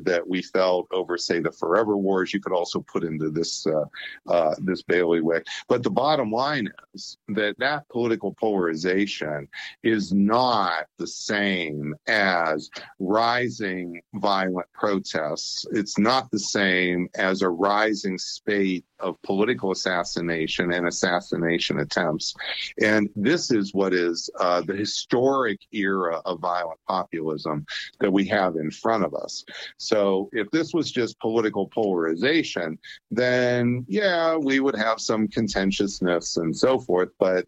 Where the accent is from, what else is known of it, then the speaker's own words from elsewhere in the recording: Erie, Pennsylvania, United States; also born or lived in Pittsburgh; So I'm from Western PA. I'm from Erie, Pennsylvania.